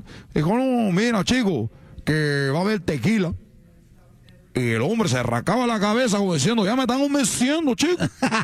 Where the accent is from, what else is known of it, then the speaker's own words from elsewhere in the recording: Cuba; Yo soy de Cuba.